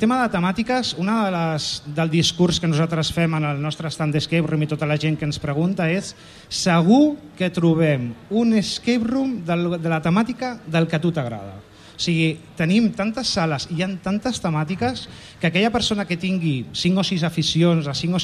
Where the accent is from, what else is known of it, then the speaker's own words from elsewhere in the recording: Catalonia, Spain; Som de Palau de tota la vida